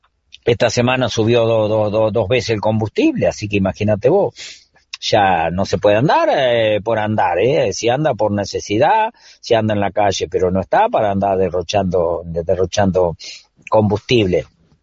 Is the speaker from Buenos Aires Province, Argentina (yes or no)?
no; Entre Ríos, Argentina; moved away; Yo salí de Entre Ríos el 16 de julio del 79 por 20 días a hacer una changa en Santa Fe, y de ahí me voy a Buenos Aires